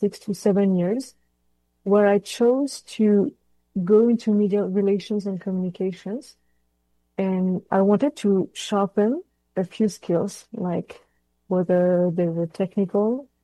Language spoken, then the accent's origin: English; Normandy, France; English is a second language; moved away as an adult; also born or lived in Ottawa, Canada; now in Canada; I come from Normandy in France, and I've been surrounded my whole childhood and adulthood by Canadian flags and Quebecois flags because I've grown up in Juno Beach, so where the Canadian Army landed.